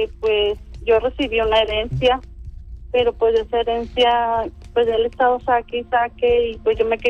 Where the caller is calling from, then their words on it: Juárez, Nuevo León, Mexico; De acá, de Juárez.